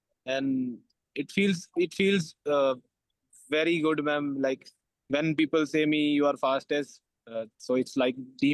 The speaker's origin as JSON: {"language": "English", "region": "Punjab", "country": "India", "said": "I'm from Punjab."}